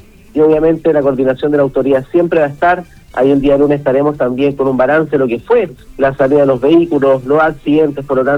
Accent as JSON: {"language": "Spanish", "town": "Machalí", "region": "O'Higgins", "country": "Chile", "said": "Yo soy de Machalí, esperamos también ir a las fondas del Cerro San Juan, ahí en familia"}